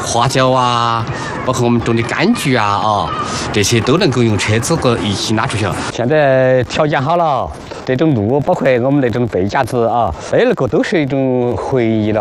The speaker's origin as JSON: {"language": "Chinese", "town": "Pingchang", "region": "Sichuan", "country": "China", "tie": "born or raised there", "said": "我的家乡嘛，现在都是通了水泥路了"}